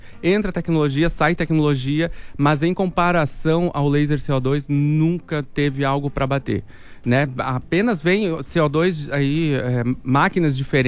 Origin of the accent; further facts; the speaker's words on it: Espumoso, Rio Grande do Sul, Brazil; Sou natural de Espumoso.